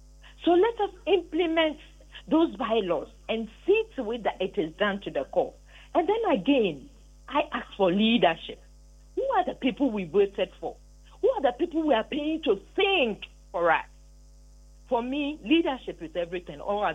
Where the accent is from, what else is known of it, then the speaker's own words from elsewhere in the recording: Ghana; I remember growing up in Amekum